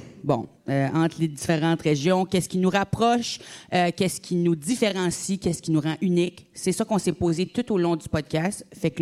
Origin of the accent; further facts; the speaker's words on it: New Brunswick, Canada; Je viens du Nouveau-Brunswick